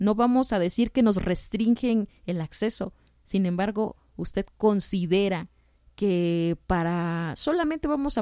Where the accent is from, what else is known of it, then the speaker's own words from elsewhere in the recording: Oaxaca, Mexico; somos los oaxaqueños